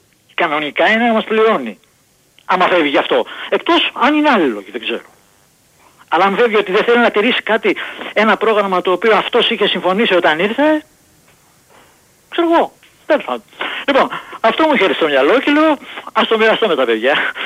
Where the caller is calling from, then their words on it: Vyronas, Attica, Greece; από το Βύρονα.